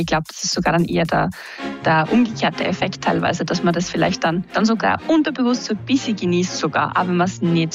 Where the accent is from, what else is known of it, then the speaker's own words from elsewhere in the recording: Gothenburg, Västra Götaland County, Sweden; Sie sitzen bei uns zum Beispiel auch in meiner Heimatstadt dann, also in Göteborg, sitzen sie ja in die Trikots in der Nacht im Fußballstadion und haben das Public Viewing an.